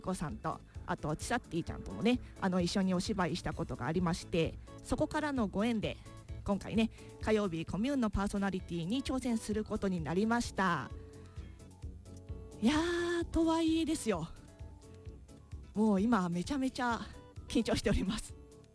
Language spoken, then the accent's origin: Japanese; Mito, Ibaraki, Japan; 水戸生まれの水戸育ち、生粋の水戸っ子でございます。